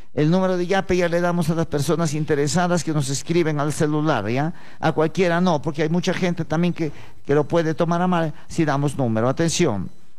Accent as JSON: {"language": "Spanish", "town": "Cachacoto", "region": "Piura", "country": "Peru", "said": "no tengo voz ni cara de ser de aquí, ¿ya? Sí, siervos, yo soy de la provincia de Huancabamba. Mi tierra se llama Cachacoto, siervos, ¿ya? Cerca de Toluce, Sondorilio."}